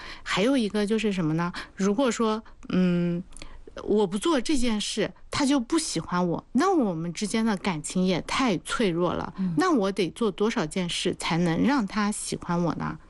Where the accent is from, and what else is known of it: China